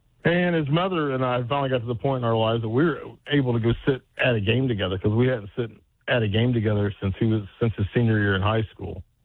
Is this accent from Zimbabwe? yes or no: no; Lavalette, West Virginia, United States; I'm from Lavalette, which is just north of Wayne.